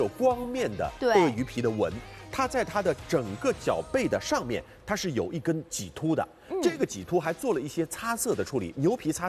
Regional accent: Shanghai, China; 阿拉上海人讲叫 emasa

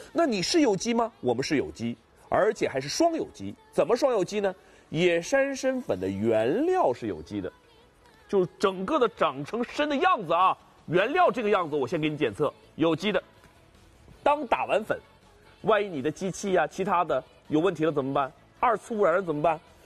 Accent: Northeast China, China; 我是一个东北人，我估计可能有些观众听我说话也能感觉出来我说话的风格。

